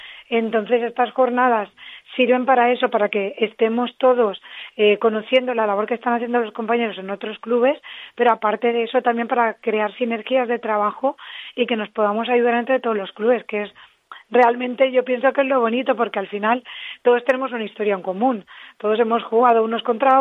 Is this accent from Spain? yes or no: yes; Valencian Community, Spain; cuando fuimos allí, como éramos valencianos, se le regaló después al equipo